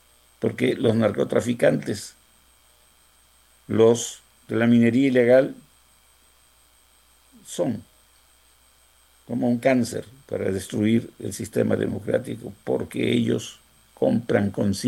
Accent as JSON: {"language": "Spanish", "country": "Peru", "said": "Yo no soy fujimorista, ojo, sino yo soy peruano."}